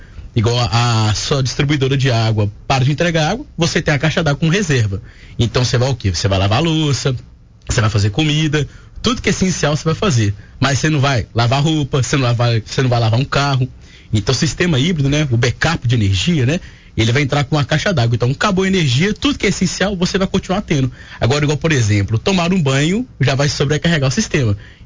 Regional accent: Ipatinga, Minas Gerais, Brazil; Sou de Patinga.

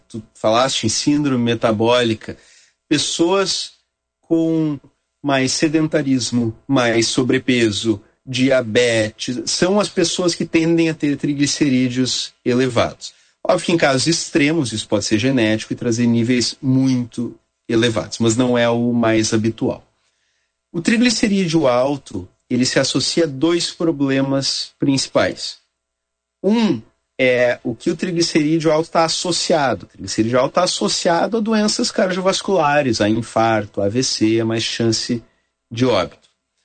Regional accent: Porto Alegre, Rio Grande do Sul, Brazil; foi assim que eu me criei aqui em Porto Alegre.

